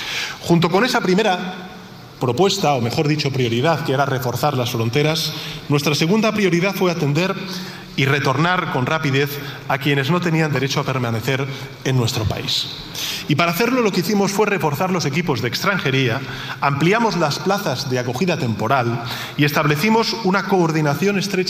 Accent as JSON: {"language": "Spanish", "country": "Spain", "said": "como presidente del Gobierno de España y como ciudadano español, afirmo que hicieron lo correcto"}